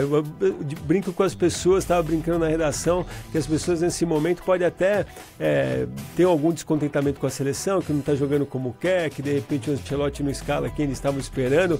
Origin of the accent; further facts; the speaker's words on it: Brazil; a gente como brasileiro